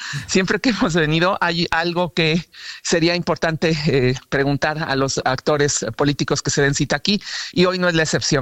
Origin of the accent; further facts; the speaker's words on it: Mexico